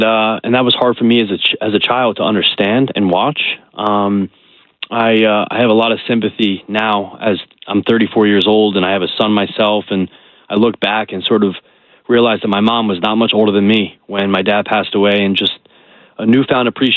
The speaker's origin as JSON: {"language": "English", "town": "Morristown", "region": "New Jersey", "country": "United States", "tie": "born or raised there", "said": "I grew up in New Jersey."}